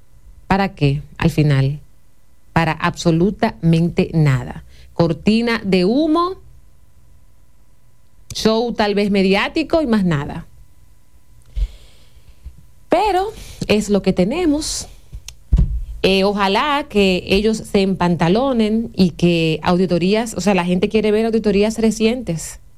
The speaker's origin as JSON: {"language": "Spanish", "country": "Dominican Republic", "said": "como ciudadanos dominicanos que somos, que pagamos impuestos"}